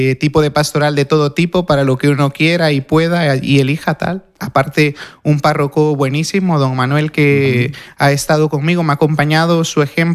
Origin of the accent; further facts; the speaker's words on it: El Salvador; moved away as an adult; also born or lived in Valencia, Spain; now in Toledo, Spain; No soy de por aquí, soy de un poco lejos, soy salvadoreño.